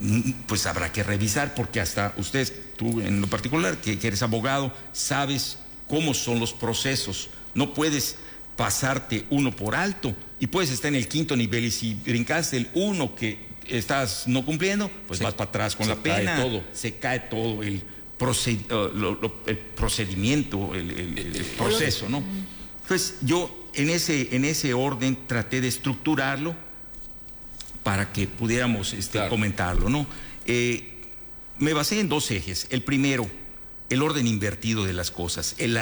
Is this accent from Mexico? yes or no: yes; Mexico; pero soy mexicano, mi país firmó, hay que cumplirlo.